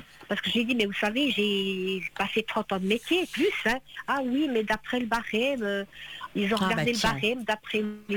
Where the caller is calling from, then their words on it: Switzerland; comme je suis en Suisse